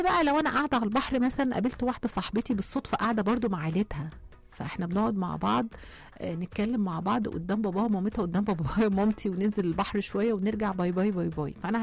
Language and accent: Arabic; Egypt; احنا مصريين مسلمين ومسيحيين